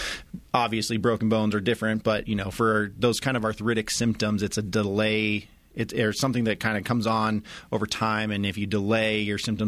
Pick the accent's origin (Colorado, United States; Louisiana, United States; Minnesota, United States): Colorado, United States; My wife's from Vail as well, so we're both from Colorado.